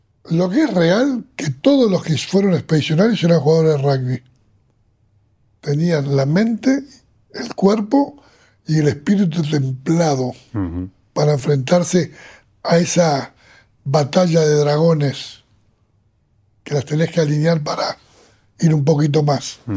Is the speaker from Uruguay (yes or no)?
yes; Uruguay; yo soy uruguayo.